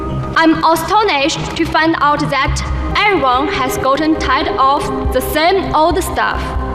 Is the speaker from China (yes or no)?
yes; China; I come from China.